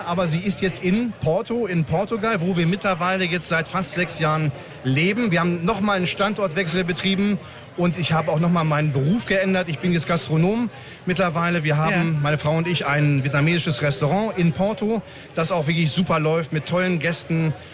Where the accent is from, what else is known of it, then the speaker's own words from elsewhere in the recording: Hanover, Lower Saxony, Germany; Ich komme aus Hannover, ich bin hier geboren, bin hier zur Schule gegangen, habe hier studiert.